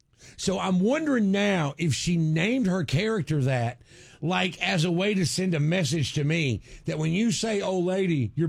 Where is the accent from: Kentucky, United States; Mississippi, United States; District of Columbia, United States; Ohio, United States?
Mississippi, United States; We're also from Tate County, so there's that. And we also live in a trailer.